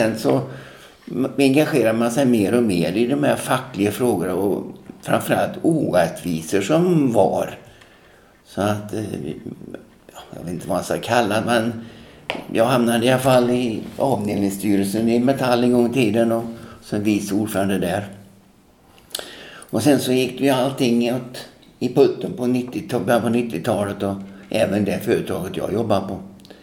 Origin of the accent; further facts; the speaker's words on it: Tidaholm, Västra Götaland County, Sweden; Jag växte upp i Tidaholm, ja, det är ju en...